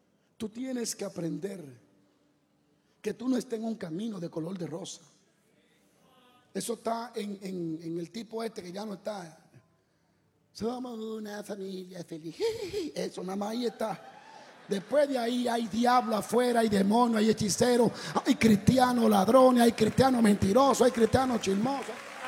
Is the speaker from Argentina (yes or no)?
no; Dominican Republic; Yo soy dominicano.